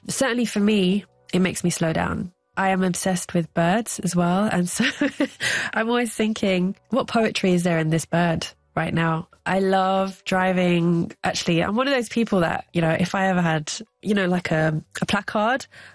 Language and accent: English; London, United Kingdom; I grew up, you know, as a Londoner.